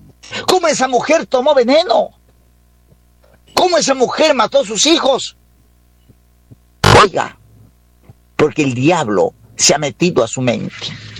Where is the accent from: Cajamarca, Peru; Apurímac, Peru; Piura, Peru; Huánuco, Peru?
Piura, Peru; Huancabamba Province; now in Tarapoto, Peru; Vengo de la provincia de Huancabamba, siervo, sí, de la provincia de Huancabamba.